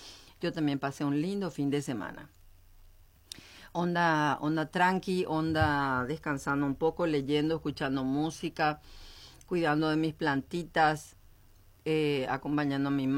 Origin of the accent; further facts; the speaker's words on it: Paraguay; nosotros tenemos que tragarnos las S, si no, no somos paraguayos